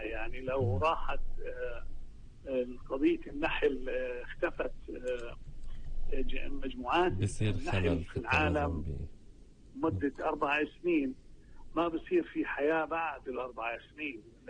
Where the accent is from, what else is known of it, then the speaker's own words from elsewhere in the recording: Palestine; عنا في فلسطين محافظة جنين